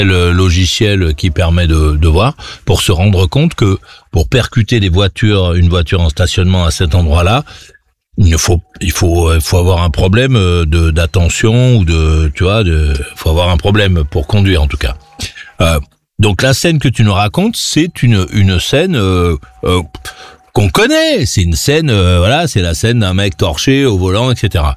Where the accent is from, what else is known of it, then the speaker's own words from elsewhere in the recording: France; Chez nous, en France, lorsque quelqu'un est sous, qu'il est arrêté par la police